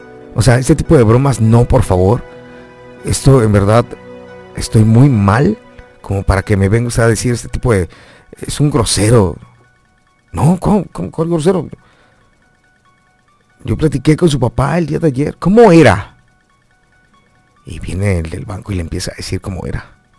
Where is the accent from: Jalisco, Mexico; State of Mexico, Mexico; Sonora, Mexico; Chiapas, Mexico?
Chiapas, Mexico; born there; also born or lived in Huixtla / Tapachula; now in Tuxtla Gutiérrez, Mexico; La última vez que me vine de Tapachula para Tuxtla, que fue en el año 2007, aquí estudié la prepa. Pero la universidad la estudié allá, en Tapachula. Y en Huixtla, mi secundaria.